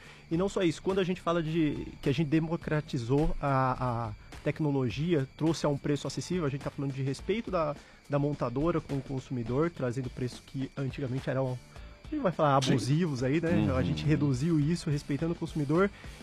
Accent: São Paulo, Brazil; eu sou do interior de São Paulo também, eu vou direto ali para Marília.

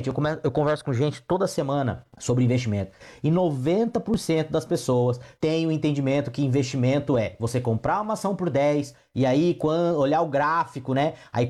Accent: Brazil; nós somos brasileiros, eu tô no Brasil, eu amo meu país

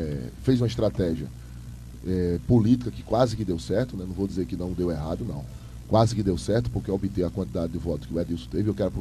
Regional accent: Toritama, Pernambuco, Brazil; o povo de Toritama olhou para mim e disse, não … foi o deputado estadual da terra que mais mandou recurso para Toritama. Mais de 4 milhões eu mandei para a minha terra

